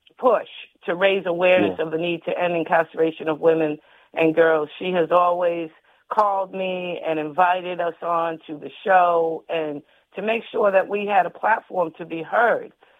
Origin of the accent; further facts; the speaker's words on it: Boston, Massachusetts, United States; And I was in a different part of the state than my hometown area of Roxbury, Boston